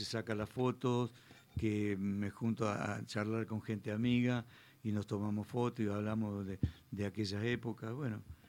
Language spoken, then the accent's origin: Spanish; San Luis, Argentina; born there; also born or lived in Santo Tomé, Corrientes, Argentina / Buenos Aires, Argentina; Y bueno, pero cuando tenía meses, mi papá y mi mamá me llevaron a Buenos Aires y después de los 8 años nos vinimos para acá, para San Luis.